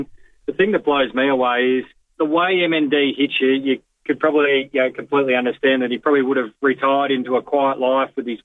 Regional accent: Geelong, Victoria, Australia; but growing up in Geelong in the 90s, it was hard not to get behind the Cats.

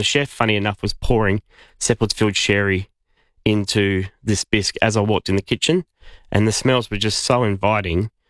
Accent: South Australia, Australia; But I grew up in the Barossa, and I was always passionate about the Barossa.

